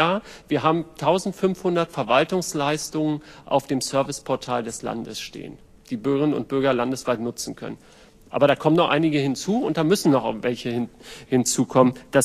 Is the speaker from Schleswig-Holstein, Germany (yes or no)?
yes; Schleswig-Holstein, Germany; können wir als Schleswig-Holsteiner und Schleswig-Holsteiner